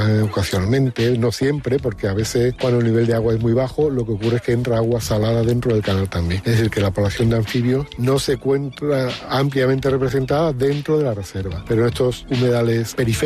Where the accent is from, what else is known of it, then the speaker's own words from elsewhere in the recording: Málaga, Andalusia, Spain; soy natural de Málaga y mi profesión es biólogo. Y yo estoy en Fuente de Piedra ahora mismo